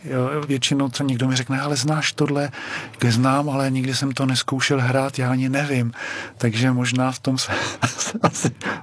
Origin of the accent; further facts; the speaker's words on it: Plzeň Region, Czechia; Je to dálka, přijel jsem ze Gdyně, což je od západní hranice, západní Čechy, mezi Domažlicema a Klatovama, kdyby někdo nevěděl na mapě, takže jsem ze západních Čech.